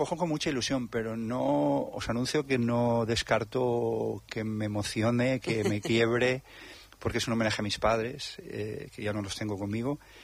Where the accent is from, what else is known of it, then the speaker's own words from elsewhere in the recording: Valencian Community, Spain; also born or lived in Madrid; yo vivía en Madrid. No es que haya dejado de vivir, pero como valenciano, a mí la terreta me tira mucho. Y el clima y la playa y el sol. Yo soy afortunado de los que viven enfrente del mar todo el año.